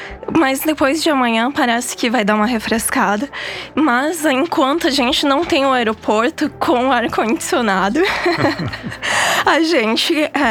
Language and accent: Portuguese; Brazil; moved away; sim, eu sou do Brasil, não sou do quinto dos infernos.